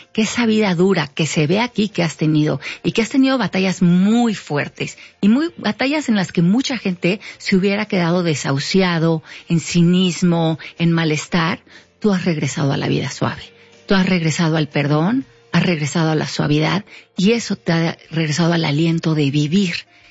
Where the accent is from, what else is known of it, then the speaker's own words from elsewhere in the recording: Mexico; entender como mexicanos que la queja no nos lleva a ningún lado.